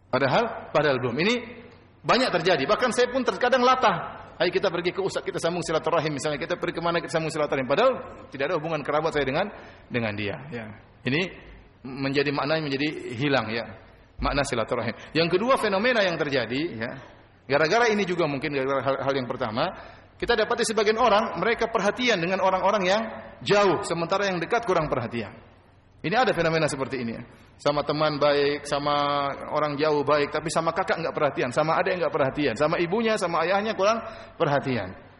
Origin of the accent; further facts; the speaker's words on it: South Sulawesi, Indonesia; Ya, saya orang Bugis, ente orang Madura.